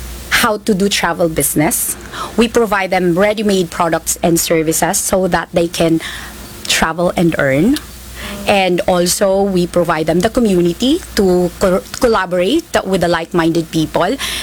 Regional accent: Tacloban, Eastern Visayas, Philippines; moved away as an adult; also born or lived in Cebu; now in Australia; I'm from Tacloban.

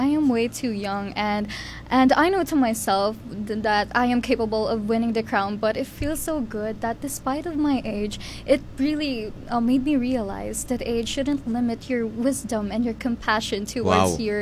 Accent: Cadiz, Western Visayas, Philippines; I am from Barangay Zone 6, Cadiz City.

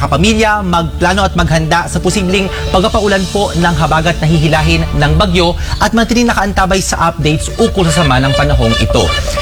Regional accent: Bicol Region, Philippines; dyan sa amin sa Catanduanes

